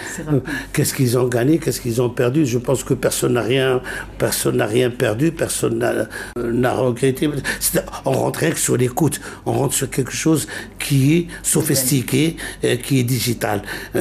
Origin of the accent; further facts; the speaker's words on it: Algeria; Moi, j'ai souffert pour instaurer déjà cette musique chez moi, en Algérie.